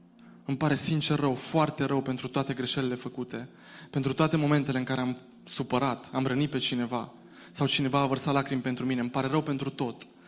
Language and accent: Romanian; Baia Mare, Maramureș County, Romania; O fată din Baia Mare, eu sunt din Baia Mare, apropo.